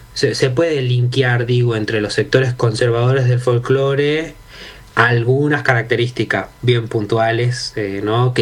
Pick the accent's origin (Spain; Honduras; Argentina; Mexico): Argentina; somos argentinos